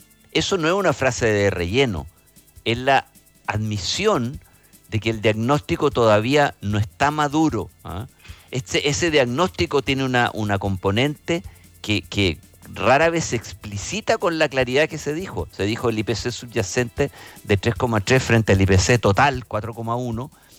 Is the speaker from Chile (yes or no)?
yes; Chile